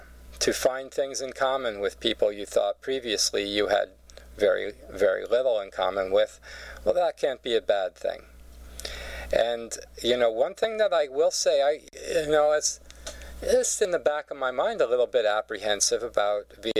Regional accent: United States; as being an American

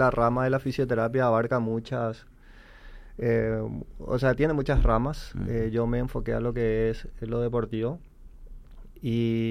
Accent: Presidente Hayes, Paraguay; yo soy más paraguayo que... No, más paraguayo. Sí, vivo en la frontera, eso sí.

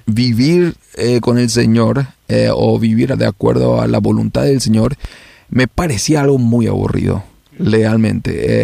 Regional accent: Asunción, Paraguay; Yo nací y me crié en Asunción por gran parte de mi vida. Yo soy asunciano de Paraguay.

